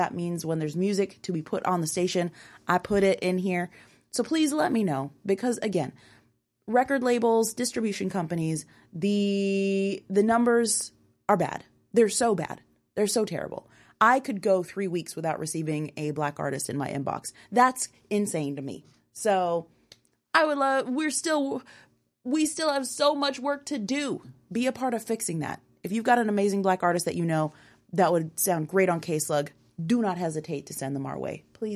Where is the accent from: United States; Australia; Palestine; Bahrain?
Bahrain; moved away; growing up in Bahrain